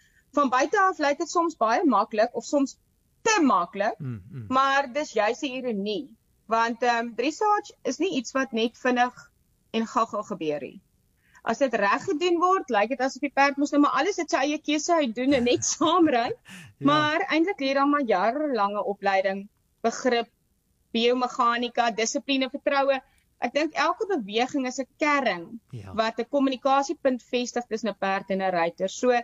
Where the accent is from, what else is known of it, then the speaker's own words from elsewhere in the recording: Northern Cape, South Africa; Ons is van Appington af in die Noord-Kaap, Louisville.